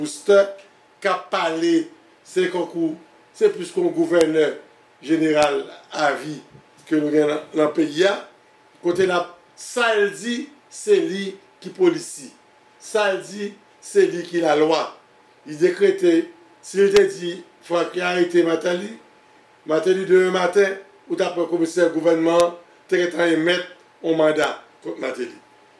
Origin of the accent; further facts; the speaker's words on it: Haiti; Nous sommes jeunes d'Haïti, des jeunes garçons.